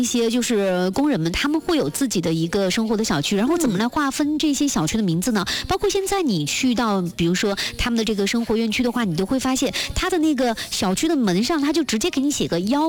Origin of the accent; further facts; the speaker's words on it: Deyang, Sichuan, China; 我说我来自于四川，他说四川啦，四川什么地方，我说你晓不晓出三星堆的地方，他们说哦，三星堆晓得呀，哎，三星堆在哪一个城市，我说是在德阳